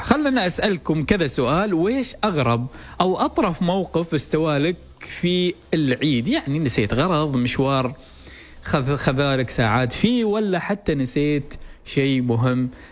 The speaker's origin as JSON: {"language": "Arabic", "country": "Oman", "said": "أن بلدنا عمان فيها من العادات والتقاليد في أيام العيد اللي نوعا ما تنفرد عن بقية الدول."}